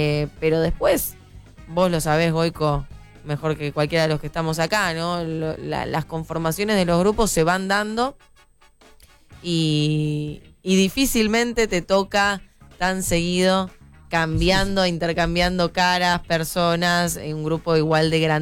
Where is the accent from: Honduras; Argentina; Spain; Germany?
Argentina